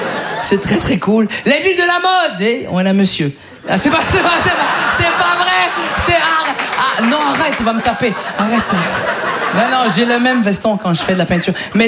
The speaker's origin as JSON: {"language": "French", "region": "Quebec", "country": "Canada", "lives_now": "Paris, France", "said": "En tant que Québécois, je suis confus. Je suis arrivé ici, puis c'est pas ce qu'on nous a promis."}